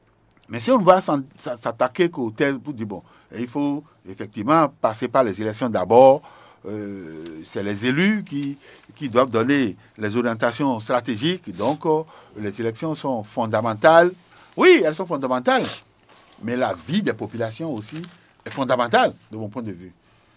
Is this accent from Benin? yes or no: yes; Benin; Et c'est pareil, même chez nous, chez moi au Bénin.